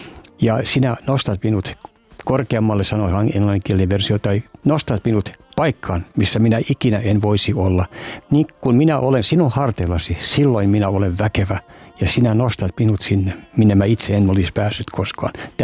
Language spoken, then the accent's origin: Finnish; Canada; mä oon kasvanut englanninkielisessä maailmassa Kanadassa